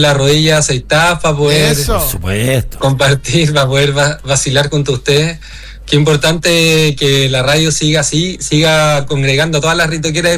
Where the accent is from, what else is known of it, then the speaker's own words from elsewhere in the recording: Chile; quienes somos chilenos, el haber crecido siempre por lo menos con algún conocido o algún tío o alguien que le hace apología al dictador